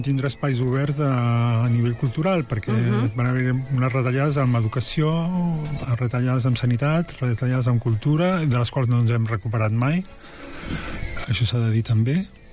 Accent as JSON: {"language": "Catalan", "town": "Barcelona", "region": "Catalonia", "country": "Spain", "tie": "born there", "said": "Jo no soc fill de Mollet, soc fill de Barcelona, originàriament."}